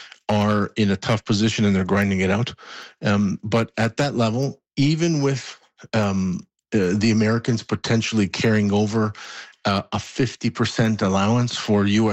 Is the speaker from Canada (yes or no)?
yes; Canada; I'm Canadian first